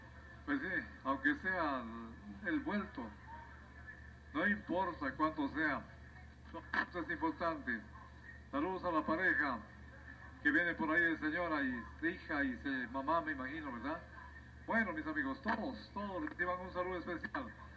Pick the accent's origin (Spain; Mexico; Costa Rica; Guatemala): Guatemala; somos una mezcla total aquí en este, en esta Guatemala nuestra.